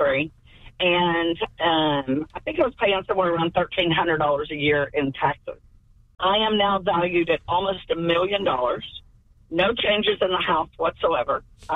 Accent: College Station, Texas, United States; now in Houston, United States; Hey, I'm from College Station. I'm always from College Station, but I do live with y'all now.

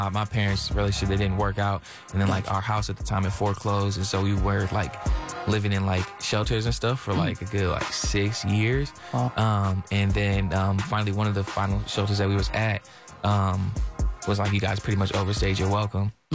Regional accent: Bridgeport, Connecticut, United States; born there; also born or lived in New Haven, Connecticut; now in Houston, United States; Bro, I was born in New Haven, Connecticut. I spent a lot of my time in Bridgeport.

